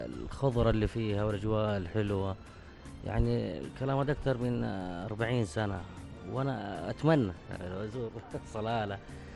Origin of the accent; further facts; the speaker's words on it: Mecca, Makkah Province, Saudi Arabia; accent: Meccan; also born or lived in Indonesia; تولدت في مكة المكرمة